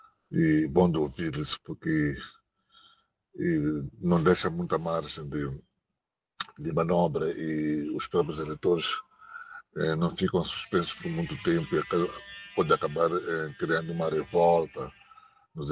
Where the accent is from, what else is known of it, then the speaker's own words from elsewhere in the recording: Mozambique; Porque eu sou moçambicano. Normalmente aqui no nosso país, o anúncio do resultado tem levado por aí 2 a 3 meses.